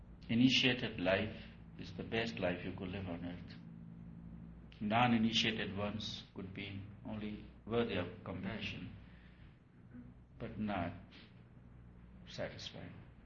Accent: India; In India we would say prayer, request for.

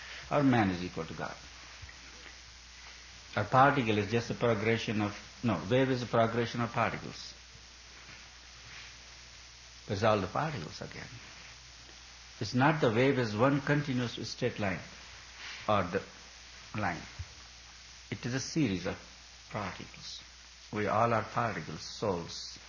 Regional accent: India; English is a second language; moved away; I come from India, I don't know English.

